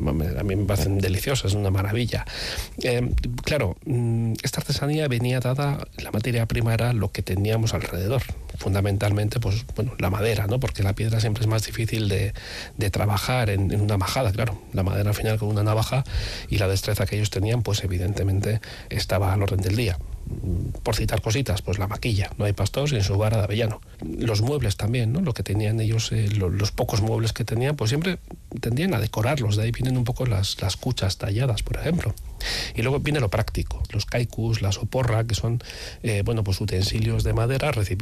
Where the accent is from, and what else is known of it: Basque Country, Spain